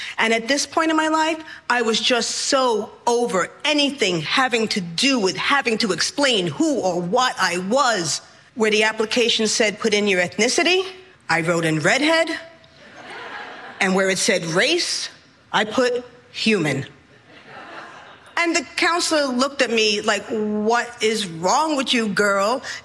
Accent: New York City, New York, United States; native New Yorker. I'm also a storyteller and a solo theatrical performer and actor. I'm a natural redhead, and I'm a New Yorican, which means I'm a person of Puerto Rican heritage that was born and raised in New York City.

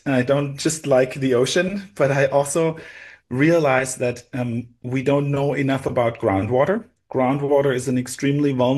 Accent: Germany; born or raised there

